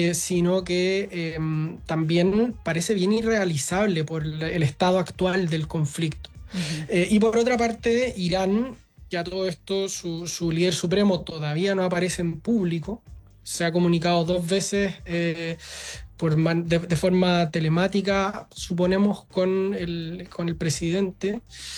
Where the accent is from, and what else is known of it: Chile